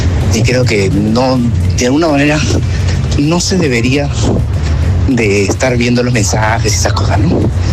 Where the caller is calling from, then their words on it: Lima, Peru; Soy Santiago de Surco.